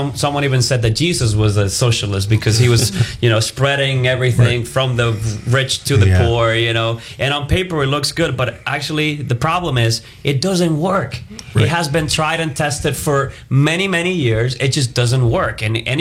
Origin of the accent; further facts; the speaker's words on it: Cuba; moved away; I was born and raised in Cuba.